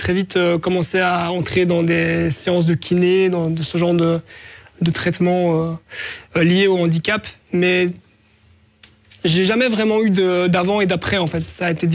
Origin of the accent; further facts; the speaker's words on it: Ixelles, Brussels, Belgium; born there; je suis né à Ixelles il y a 32 ans maintenant.